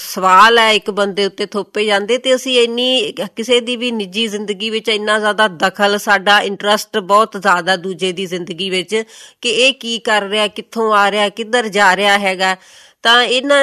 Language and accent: Punjabi; Muktsar district, Punjab, India; ਇੱਕ ਕਿਸਾਨੀ ਪਰਿਵਾਰ ਹੈ, ਪਿੰਡ ਲੱਖੇਵਾਲੀ, ਜ਼ਿਲ੍ਹਾ ਮੁਕਤਸਰ